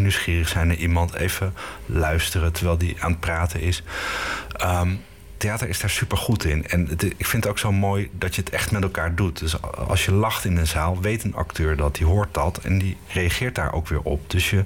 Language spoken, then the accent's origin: Dutch; Tiel, Gelderland, Netherlands; now in The Hague, Netherlands; En ik kwam uit Tiel op dat moment. Dus Den Haag was niet per se een vanzelfsprekende keuze.